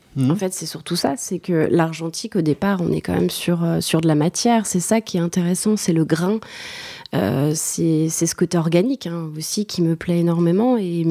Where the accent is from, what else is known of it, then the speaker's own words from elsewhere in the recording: Centre-Val de Loire, France; moved away; Je viens du Val-de-Loire